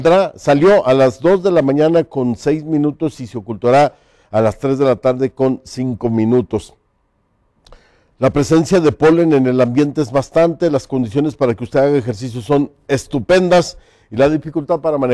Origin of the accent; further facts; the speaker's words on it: Mexico; somos mexicanos